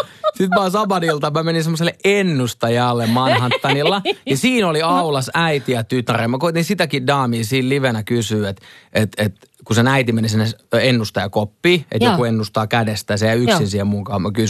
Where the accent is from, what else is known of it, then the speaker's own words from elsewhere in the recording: Lahti, Päijät-Häme, Finland; mä oon lahjasta kotoisin, mä vien sen tonne Ahtialaan mummo pöytään istuun.